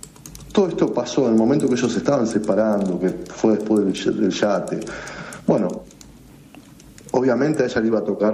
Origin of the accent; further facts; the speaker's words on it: Lomas de Zamora, Buenos Aires Province, Argentina; Soy de Lomas de Zamora.